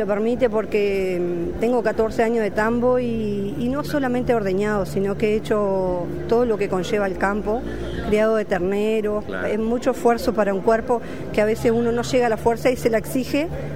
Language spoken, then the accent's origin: Spanish; San José, Uruguay; San José, trabajé en Florida.